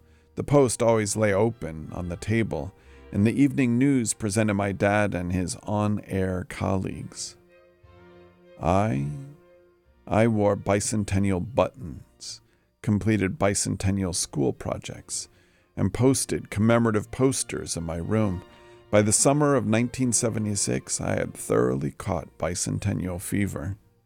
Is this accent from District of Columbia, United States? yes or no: yes; Washington, District of Columbia, United States; I was a child growing up in Washington, D.C.